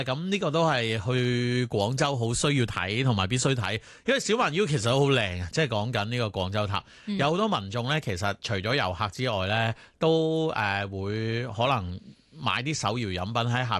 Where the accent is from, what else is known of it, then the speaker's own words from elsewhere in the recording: Hong Kong; 我哋香港人